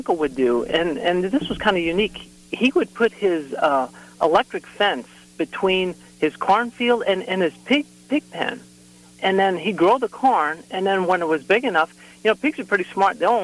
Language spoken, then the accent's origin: English; St. Louis, Missouri, United States; You know, I grew up in St. Louis, Missouri